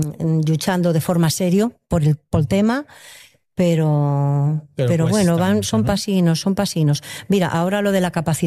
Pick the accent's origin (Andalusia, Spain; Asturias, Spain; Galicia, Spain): Asturias, Spain; Avilés; Cuando yo nací en Avilés, yo soy de Avilés, nací aquí, fía de gallego y extremeña